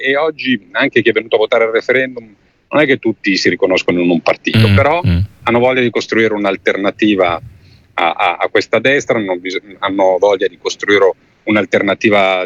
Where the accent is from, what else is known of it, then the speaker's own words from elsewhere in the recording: Varese, Lombardy, Italy; Io da lombardo sono molto interessato che il prossimo turno delle amministrative non si vota solo a Milano, si vota a Lodi, a Como, sì, Monza, sì, Varese, certo, che è la mia città